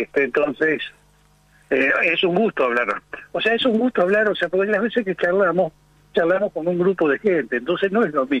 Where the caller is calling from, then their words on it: Buenos Aires, Argentina; Yo vivo en José Martí y Falcón.